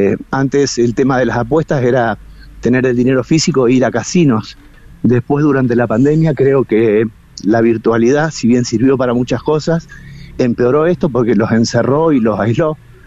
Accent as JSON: {"language": "Spanish", "town": "Rosario", "region": "Santa Fe", "country": "Argentina", "said": "somos de Rosario"}